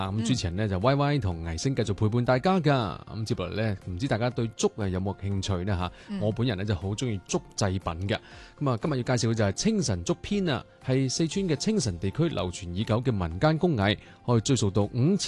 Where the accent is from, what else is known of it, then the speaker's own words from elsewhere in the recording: Guangdong, China; 我们广东人